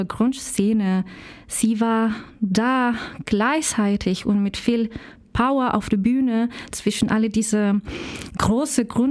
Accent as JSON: {"language": "German", "country": "Chile", "second_language": "German", "moved": "yes", "said": "Ich komme aus Chile, aus Lateinamerika"}